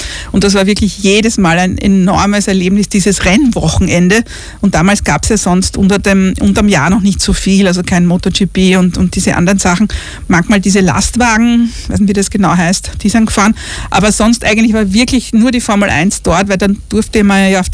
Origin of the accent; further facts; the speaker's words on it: Styria, Austria; Ich komme aus dem Bezirk Nittelfeld, wo ja auch Spielberg liegt, und habe eben noch erlebt den Österreichring, den A1-Ring und dann den Red Bull-Ring.